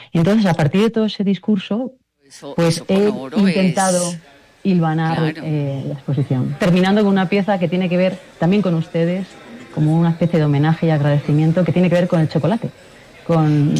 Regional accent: Spain; me ha costado bastante conseguirlos porque soy española

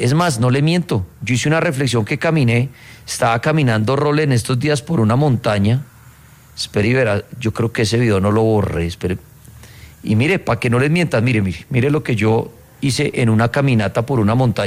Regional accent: Bogotá, Colombia; born there; yo soy citadino, yo nací en Bogotá

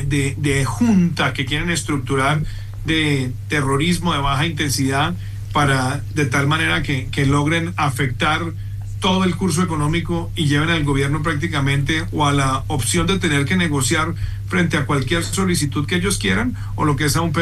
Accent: Colombia; Yo creo que como colombiano tengo que decir que lamenté mucho esa situación

